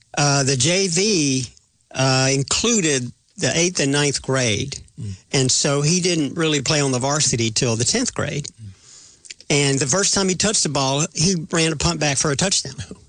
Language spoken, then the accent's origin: English; Mississippi, United States; I grew up in Mississippi.